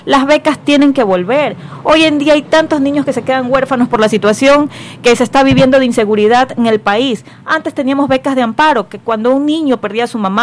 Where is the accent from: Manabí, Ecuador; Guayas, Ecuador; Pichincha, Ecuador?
Guayas, Ecuador; Guayaquil; tenemos que cuidar lo que nos identifica también como guayaquileños.